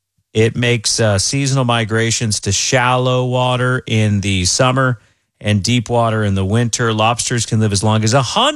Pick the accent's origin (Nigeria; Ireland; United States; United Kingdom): United States; Cape Cod, Massachusetts; now in Minnesota, United States; where I grew up in Cape Cod, Massachusetts